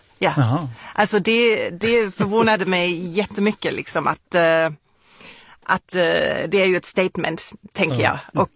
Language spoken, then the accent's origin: Swedish; Germany; Det var jätte, jätte konstigt som tysk att gå där.